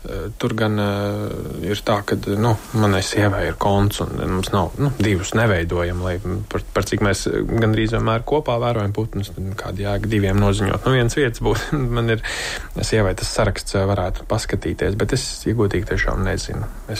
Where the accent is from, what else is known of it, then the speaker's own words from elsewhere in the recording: Riga, Latvia; Es esmu dzimis un audzis Rīgā